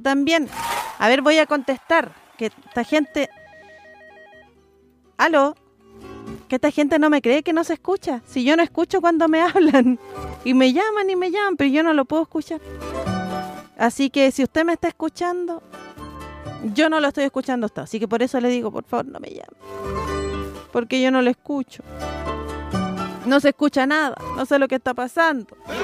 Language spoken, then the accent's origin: Spanish; Chile